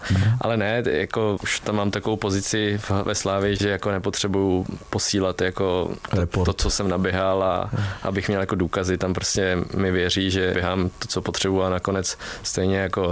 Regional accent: Vysočina Region, Czechia

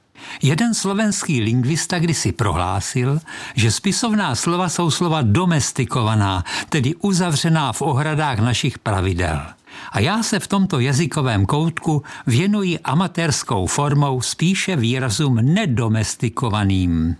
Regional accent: Brno, South Moravian Region, Czechia; jsou Moravák a Brňák, a tož tady, v rozhlase naší Moravy, propaguju předevšetkým nespisovnou slováckou mluvu a brněnské hantec.

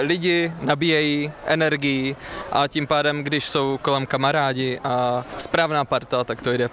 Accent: Zlín Region, Czechia; now in Brno, Czechia; Jsem z Valašska původně, ale teďka v Brně už žiju 11 let.

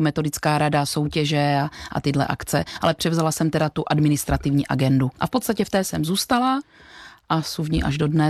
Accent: Znojmo, South Moravian Region, Czechia; A já miluju přírodu, vodu, protože své dětství jsem strávila na Vranovské přehradě u Znojma, kde rodiče mé mámy měli chatu, nejkrásnější období mýho života.

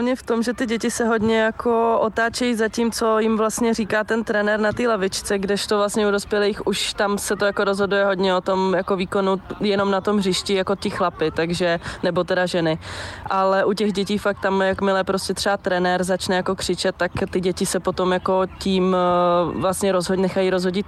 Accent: Moravia, Czechia; moved away; já jsem vlastně původně z Moravy

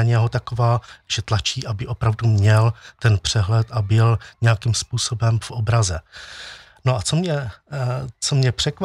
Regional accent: Zlín, Zlín Region, Czechia; A já jsem zažil něco podobného u nás ve Zlínské farnosti, kdy se nám věnovali naši kněží, sice trochu tajně, neboť se o skautu nesmělo hovořit

